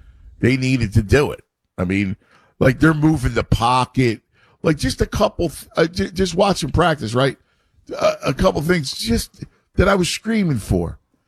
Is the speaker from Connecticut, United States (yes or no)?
no; Philadelphia, Pennsylvania, United States; I mean, obviously I'm from Philadelphia, but, the Eagles defense is like really good.